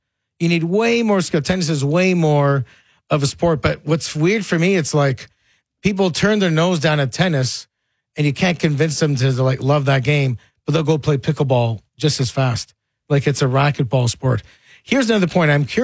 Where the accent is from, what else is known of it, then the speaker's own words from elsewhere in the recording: Nobleton, Ontario, Canada; where I grew up in Nobleton